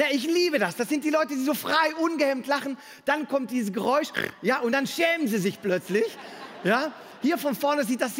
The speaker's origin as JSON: {"language": "German", "country": "Belgium", "said": "wie der Programmtitel schon sagt, ich komme aus Belgien"}